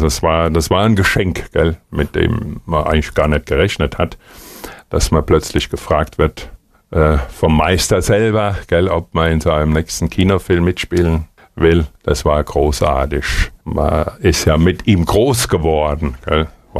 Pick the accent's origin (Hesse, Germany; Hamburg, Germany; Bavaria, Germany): Hesse, Germany